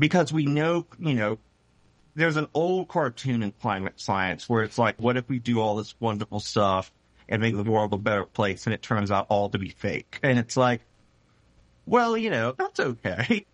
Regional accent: South Carolina, United States; I'm from South Carolina. Growing up, other than Fugo, I can count on my hands the number of times Charleston probably flooded.

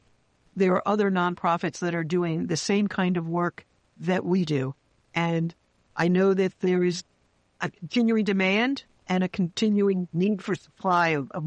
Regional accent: New York City, New York, United States; this is not a great example because I'm a New Yorker, so I talk fast

